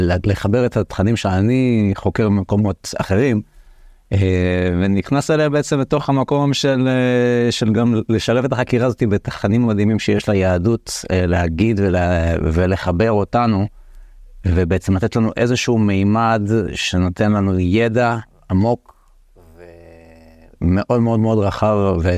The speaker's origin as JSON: {"language": "Hebrew", "town": "Hadera", "region": "Haifa District", "country": "Israel", "tie": "born or raised there", "said": "גדלתי בחדרה."}